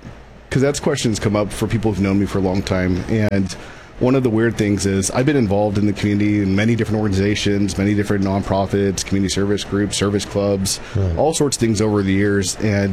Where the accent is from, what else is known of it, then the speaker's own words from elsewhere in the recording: Grover Beach, California, United States; I'm born and raised in Grover Beach. And as far as anyone knows, I was the first one who was born and raised.